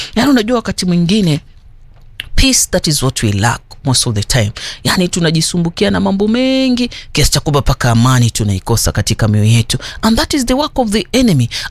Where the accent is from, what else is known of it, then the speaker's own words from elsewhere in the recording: Tana River County, Kenya; kule upokomoni tunasema yani unabauka bauka